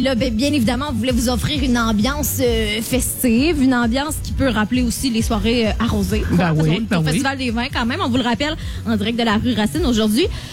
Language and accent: French; Alma, Quebec, Canada; Ben non, mais je viens d'Alma, fait que c'est à côté.